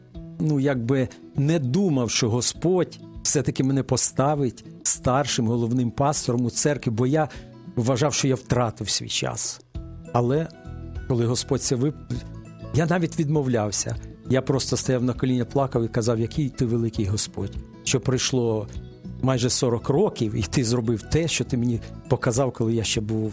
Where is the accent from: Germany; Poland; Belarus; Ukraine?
Ukraine; Kyiv; born there; Я народився в Києві, в невіруючій сім'ї